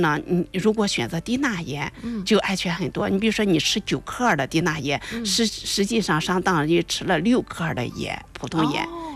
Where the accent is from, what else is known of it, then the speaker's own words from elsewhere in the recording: Shandong, China; 因为我们山东人不太喜欢吃橄榄油，是吧？喜欢吃花生油